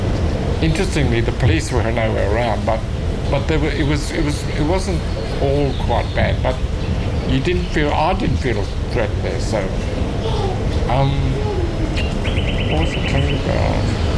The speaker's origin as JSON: {"language": "English", "town": "Darwin", "region": "Northern Territory", "country": "Australia", "tie": "born there", "said": "and then we moved from there to even further into Fanny Bay, which was Giles Street, which is just near the beach."}